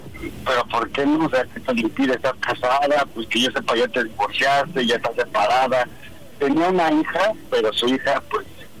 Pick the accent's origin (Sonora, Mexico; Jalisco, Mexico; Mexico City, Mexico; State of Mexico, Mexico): State of Mexico, Mexico; Nepantla; 42 años, soy de Nepantla.